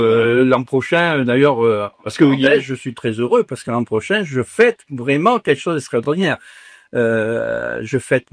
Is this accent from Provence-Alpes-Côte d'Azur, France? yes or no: yes; Provence-Alpes-Côte d'Azur, France; born there; Je suis né dans la Sainte Baume.